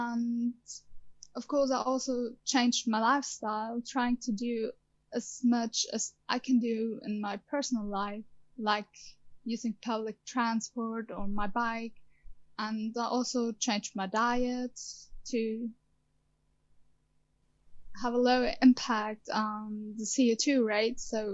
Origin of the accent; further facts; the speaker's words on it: Austria; I'm coming from Austria.